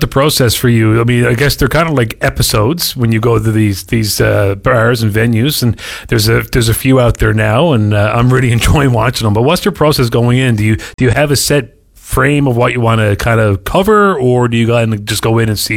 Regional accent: Mount Pearl, Newfoundland and Labrador, Canada; I grew up in Mount Pearl, and I was like, Frosty's is still on the go.

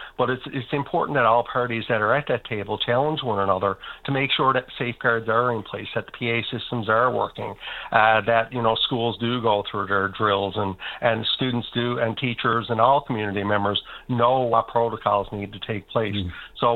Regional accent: Canada; you can't almost say Tumblr Ridge without getting emotional as a teacher or as a Canadian citizen.

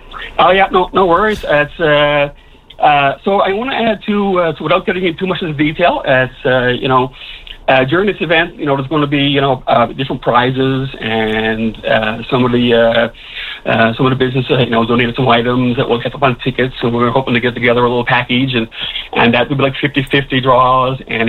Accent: Gander, Newfoundland and Labrador, Canada; I come from Wight and Gander

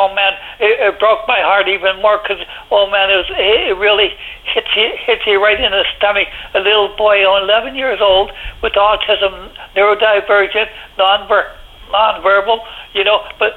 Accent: Calgary, Alberta, Canada; born there; Yeah, I was born in Calgary

